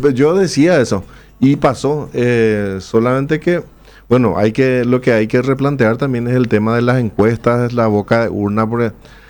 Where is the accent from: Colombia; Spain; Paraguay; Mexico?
Paraguay; somos paraguayos.